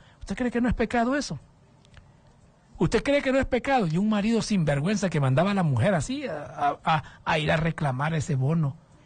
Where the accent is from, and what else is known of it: Honduras